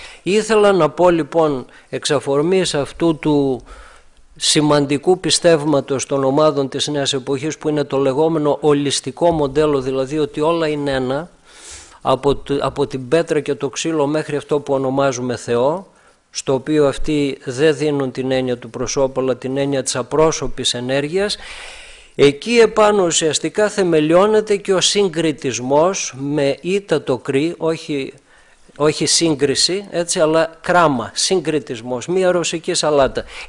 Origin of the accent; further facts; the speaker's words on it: Greece; είμαστε Έλληνες και βρεθήκαμε ορθόδοξοι